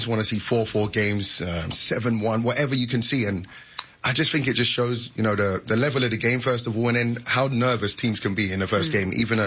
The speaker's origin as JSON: {"language": "English", "region": "England", "country": "United Kingdom", "tie": "born or raised there", "said": "And to me, it was amazing because I grew up in England."}